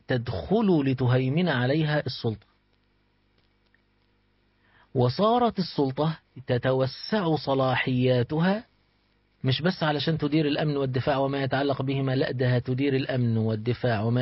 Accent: Egypt; إحنا عندنا في مصر

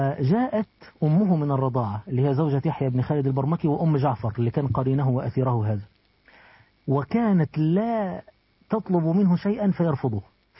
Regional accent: Egypt; فاكر احنا عندنا في مصر موقف لطيف لذيذ

